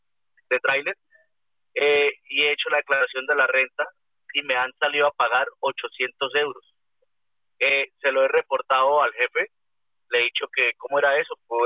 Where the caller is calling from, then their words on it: Madrid, Community of Madrid, Spain; de Madrid.